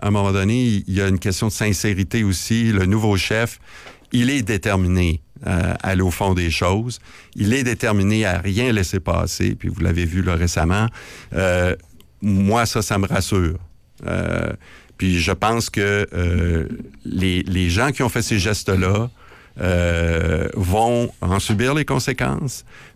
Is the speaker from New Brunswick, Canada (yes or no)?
no; Quebec City, Quebec, Canada; c'est possible d'être un fier Québécois comme je suis. Moi, je suis de Québec